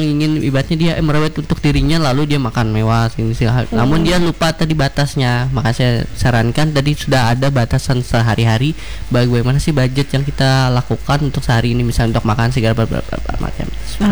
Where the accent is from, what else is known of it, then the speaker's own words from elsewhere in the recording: Palangka Raya, Central Kalimantan, Indonesia; Ada beberapa dari daerah, namun kan saya juga dari Palangka.